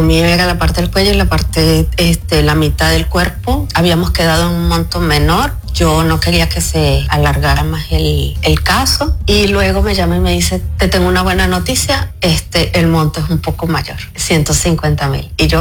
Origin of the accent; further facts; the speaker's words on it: Venezuela; soy de Venezuela.